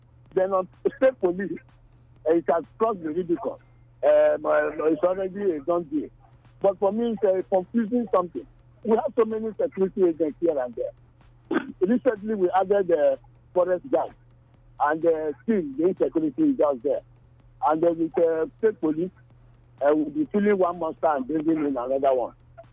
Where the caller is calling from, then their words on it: Benin City, Edo, Nigeria; I'm calling from Mission Road Market.